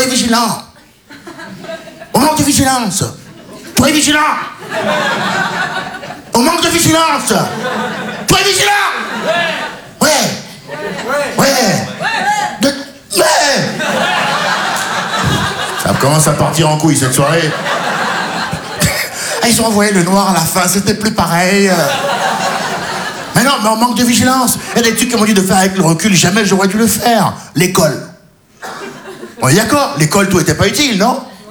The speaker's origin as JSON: {"language": "French", "country": "Benin", "said": "Je me dis, je suis franco-béninois. Ouais, je me dis, maintenant, quand les impôts, ils viennent, je suis béninois."}